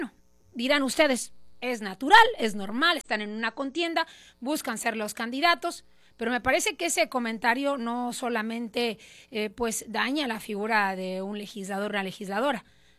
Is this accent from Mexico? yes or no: yes; Sonora, Mexico; cuando somos sonorenses